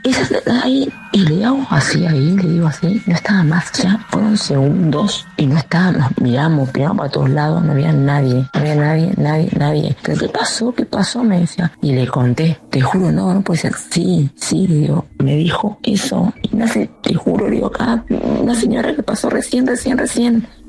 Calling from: Cipolletti, Río Negro, Argentina; de Cipolletti.

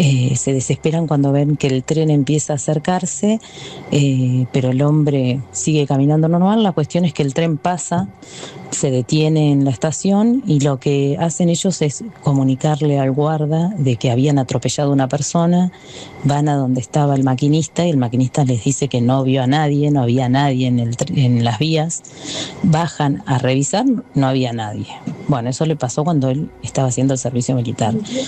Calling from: Hurlingham, Buenos Aires Province, Argentina; de Hurlingham

